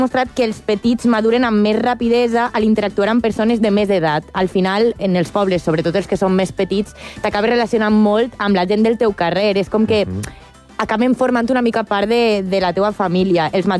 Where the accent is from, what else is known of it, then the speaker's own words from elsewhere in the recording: Pego, Valencian Community, Spain; now in Barcelona, Spain; per a mi Pego, que també és un poble més gran, jo no dic vaig al poble, jo dic vaig a casa.